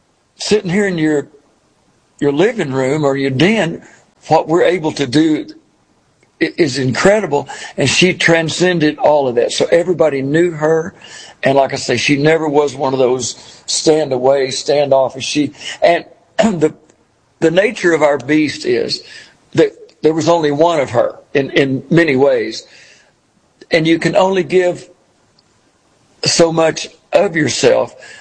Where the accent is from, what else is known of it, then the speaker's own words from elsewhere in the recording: Ireland; Absolutely. Well, she was, well, I'm Irish too.